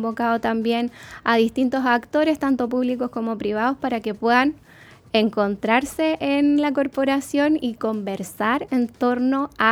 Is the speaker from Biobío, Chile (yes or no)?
yes; Concepción, Biobío, Chile; quienes somos de Concepción Penquista